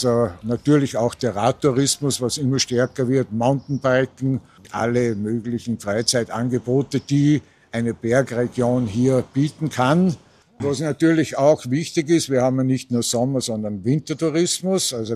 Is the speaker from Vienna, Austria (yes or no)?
no; Radstadt, Salzburg, Austria; Ich komme aus Radstadt und bin leibhaftiger Eingeborener, war 40 Jahre im Tourismusverband tätig.